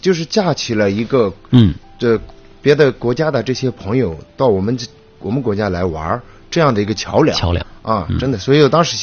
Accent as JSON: {"language": "Chinese", "region": "Sichuan", "country": "China", "said": "让我就是从川西高原啊来到了咱们白山松水之间"}